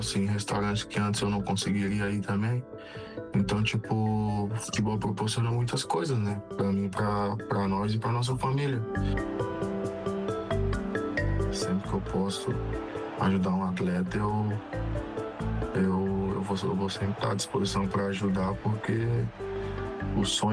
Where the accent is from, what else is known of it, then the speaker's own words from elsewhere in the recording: Manga, Minas Gerais, Brazil; Ainda mais eu que venho lá do interior de Minas, entendeu? E moro numa cidade muito pequena, que não me oferecia quase nada, entendeu?